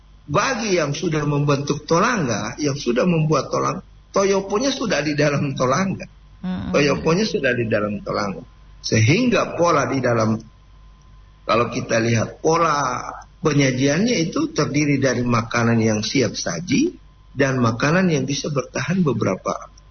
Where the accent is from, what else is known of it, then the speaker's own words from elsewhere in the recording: Gorontalo, Indonesia; Pada dasarnya kan dalam konteks kita sebagai orang Gorontalo dengan falsafah adat bersenikan sara bersenikan kita pula